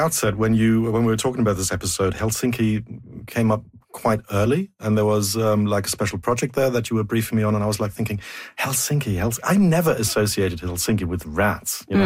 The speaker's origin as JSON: {"language": "English", "country": "Germany", "tie": "born or raised there", "second_language": "English"}